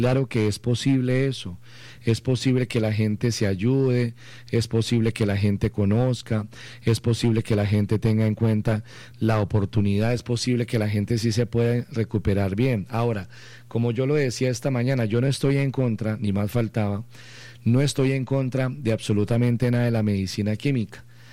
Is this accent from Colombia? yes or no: yes; Colombia